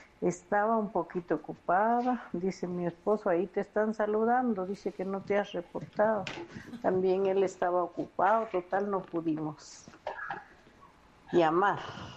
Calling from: La Reforma, San Marcos, Guatemala; ella es del Rodeo San Marcos, yo soy de la Reforma San Marcos.

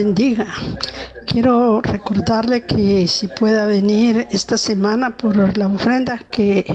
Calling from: Guatemala; Usted ya sabe que vivo en Cerro Gordo.

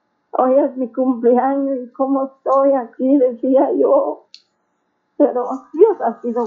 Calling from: San Bartolomé Milpas Altas, Sacatepéquez, Guatemala; yo le hablo de aquí, San Bartolomé, Milpas Altas.

